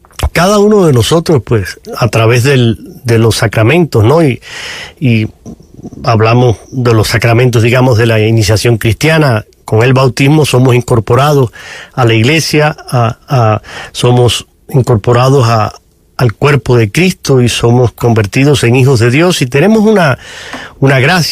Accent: Cuba; now in United States; Es inmigrante, al igual que este servidor … que soy cubano. Los dos abandonamos nuestros países por razones y motivos y estamos aquí en Estados Unidos

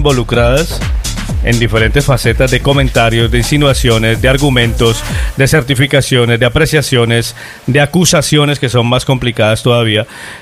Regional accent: Colombia; yo como colombiano y seguidor de mi selección

